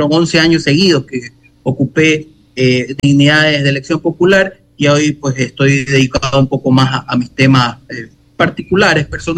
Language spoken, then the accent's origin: Spanish; Calceta, Manabí, Ecuador; born there; le hablo por Calceta, por mi pueblo.